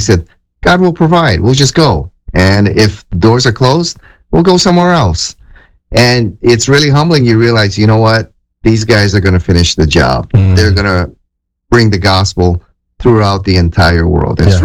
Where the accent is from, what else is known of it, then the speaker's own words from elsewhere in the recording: United States; as an American